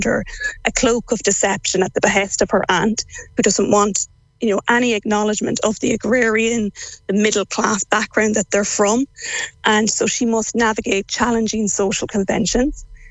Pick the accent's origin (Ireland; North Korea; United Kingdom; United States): Ireland; Swinford, Connacht; now in Mullingar, Ireland; I'm actually from Park Road in town. So I'm a real townie.